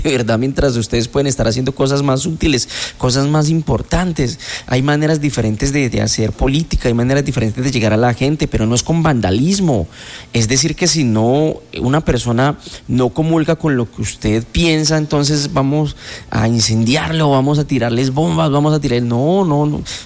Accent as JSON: {"language": "Spanish", "country": "Colombia", "said": "Todos somos colombianos"}